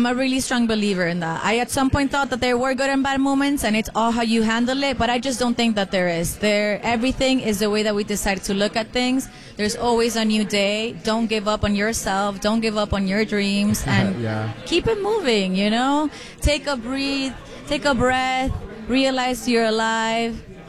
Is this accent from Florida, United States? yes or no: yes; Miami, Florida, United States; now in New York, United States; So I was raised in Miami, but now I'm living half and half.